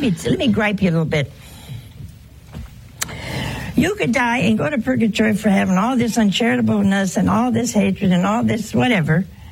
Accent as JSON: {"language": "English", "region": "Ohio", "country": "United States", "tie": "born there", "said": "Oh, hey, that's my home state."}